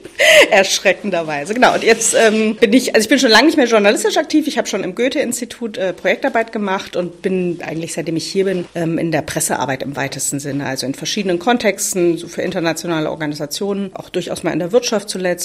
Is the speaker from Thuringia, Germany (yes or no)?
yes; Thuringia, Germany; now in Dresden, Germany; aber ich komme natürlich aus Thüringen und ich bin Thüringerin und das bleibe ich auch den Rest meines Lebens, auch wenn ich vermutlich in Sachsen alt werde.